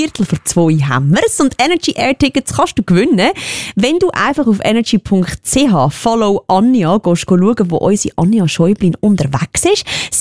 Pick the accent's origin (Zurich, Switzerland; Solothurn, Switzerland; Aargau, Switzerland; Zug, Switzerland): Zug, Switzerland; du bist auf der Zugerstrasse, ich sehe das, ich kenne mich aus, ich komme aus der Region.